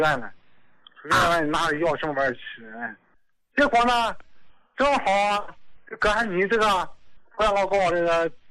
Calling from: Dalian, Liaoning, China; 我是大连的。

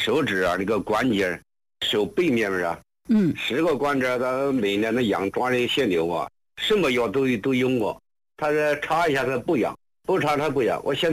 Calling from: Xiaochang, Hubei, China; 孝昌的。

